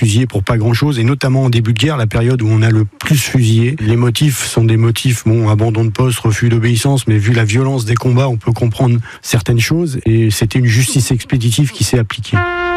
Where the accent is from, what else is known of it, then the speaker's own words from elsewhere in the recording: Saint-Hilaire-du-Harcouët, Normandy, France; born there; now in Le Mans, France; j'ai 61 ans. Je suis né à Saint-Hilaire-du-Harcouët, dans la Manche. Et j'habite Le Mans depuis 1984.